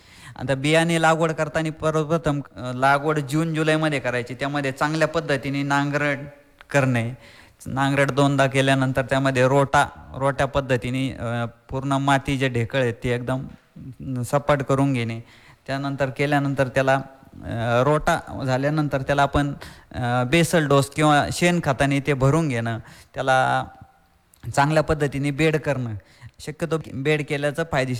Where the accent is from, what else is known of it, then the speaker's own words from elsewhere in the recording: Pargaon, Maharashtra, India; पारगाव हे गाव तिन्ही बाजूनी पाणी आणि मध्ये गाव असं वसलेलं गाव आहे. गावातील पूर्ण ऐतिहासिक गाव म्हणजे प्रत्येक बाजूला काटकोनात घर आणि रस्ते